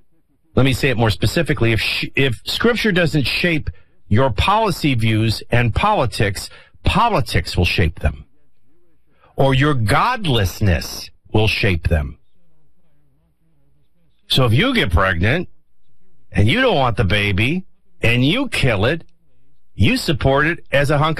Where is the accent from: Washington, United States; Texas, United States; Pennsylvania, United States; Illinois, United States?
Illinois, United States; Chicago; I was from Chicago, and I froze worse in New Orleans in the winter.